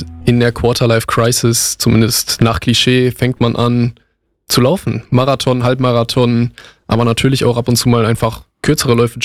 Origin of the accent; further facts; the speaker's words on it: Wesel, North Rhine-Westphalia, Germany; in meiner Heimatstadt, in deiner Heimatstadt, Wesel.